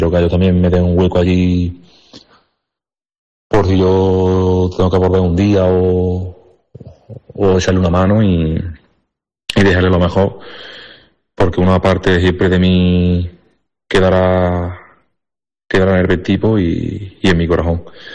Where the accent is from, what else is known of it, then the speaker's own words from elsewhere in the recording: Alameda, Andalusia, Spain; moved away; He decidido volver a mi pueblo.